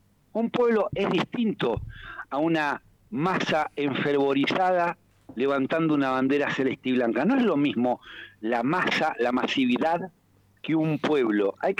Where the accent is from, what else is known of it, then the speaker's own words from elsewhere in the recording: Argentina; Hay que salir a tener huevos como pueblo argentino